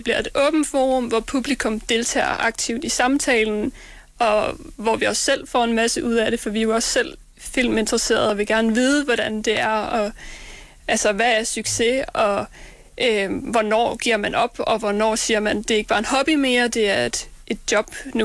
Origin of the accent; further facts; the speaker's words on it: Svendborg, Region of Southern Denmark, Denmark; nu er jeg selv fra Svendborg